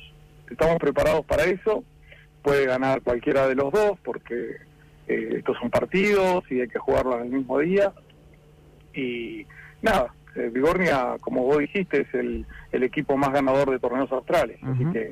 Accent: Comodoro Rivadavia, Chubut, Argentina; nosotros somos patagónicos y somos comodorenses, por sobre todas las cosas

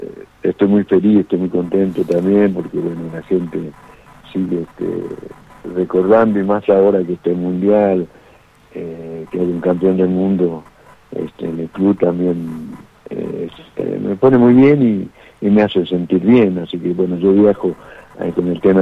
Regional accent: Córdoba, Argentina; No, por favor, para mí es un gusto, más que soy de Córdoba, así que te mando un abrazo enorme

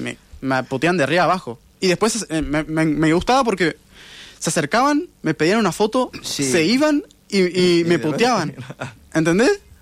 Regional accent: Real del Padre, Mendoza, Argentina; Yo soy de Real Padre.

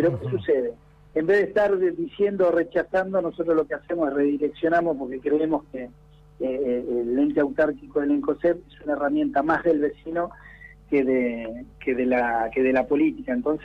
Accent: Comodoro Rivadavia, Chubut, Argentina; lo que somos los vecinos de Comodoro Rivadavia

